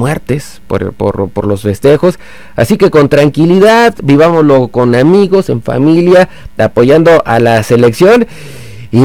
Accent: Mexico; como somos los mexicanos

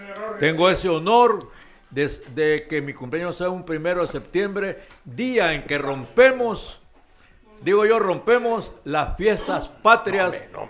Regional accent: La Ceiba, Atlántida, Honduras; nací un primero de septiembre de 1944, en mi ciudad natal, la ciudad Puerto

